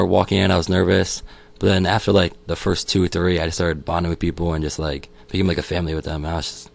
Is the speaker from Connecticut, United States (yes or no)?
yes; Plainfield, Connecticut, United States; I'm from Plainfield.